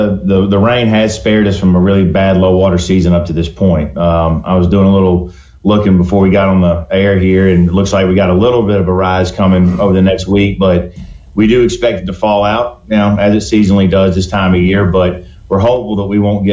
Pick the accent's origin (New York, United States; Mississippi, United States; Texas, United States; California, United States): Mississippi, United States; Vicksburg; we're both here in Vicksburg working underneath kind of a larger umbrella of my family's business. So it's been a lot of fun to do it together and be here in my hometown.